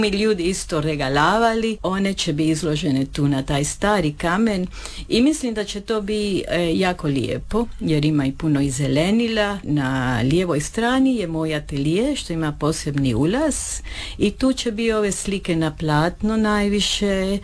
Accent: Peru; moved away as an adult; also born or lived in London, United Kingdom; now in Mlini, Croatia; Zato što sam živjela u više država, odrasla sam u Peru, poslije sam pošla na studije u London i u Engleskoj. I sad sam ovdje i jako sam sretna što sam ovdje i da živim u tako divno mjesto što je Župa Dubrovačka, Mlini osobito.

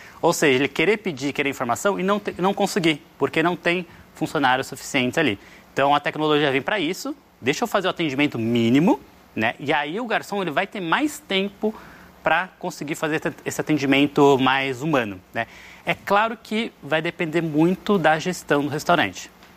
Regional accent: Bragança Paulista, São Paulo, Brazil; moved away as an adult; also born or lived in Sorocaba; Então eu nasci e cresci em restaurante, meus pais tinham restaurante, meus tios tinham restaurante lá em Bragança Paulista, cidade do interior. E me mudei de Bragança para Sorocaba para fazer faculdade de engenharia mecatrônica.

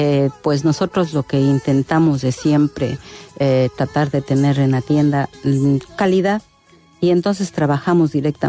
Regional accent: Imbabura, Ecuador; Sí, es nosotros en, digamos, en la zona de Imbabura, todo hablamos el quichua.

